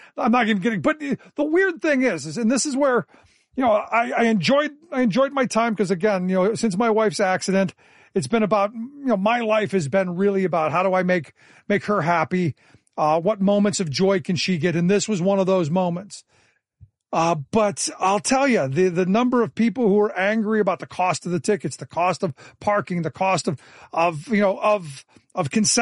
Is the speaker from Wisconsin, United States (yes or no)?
no; Cleveland, Ohio, United States; Now look, I grew up in Cleveland. I am not a Pittsburgh Steelers fan